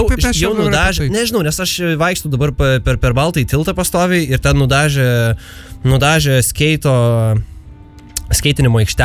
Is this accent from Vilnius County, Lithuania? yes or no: yes; Vilnius, Vilnius County, Lithuania; čia būtent mes vilniečiai.